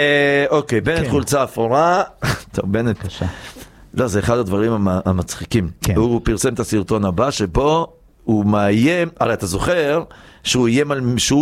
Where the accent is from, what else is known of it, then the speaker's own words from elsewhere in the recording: Kiryat Yam, Haifa District, Israel; אני גדלתי בקריית ים.